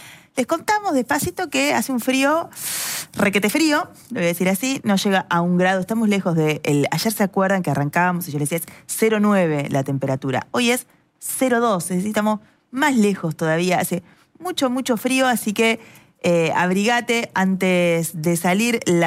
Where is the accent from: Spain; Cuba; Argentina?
Argentina; La Dulce, Buenos Aires Province; born there; moved away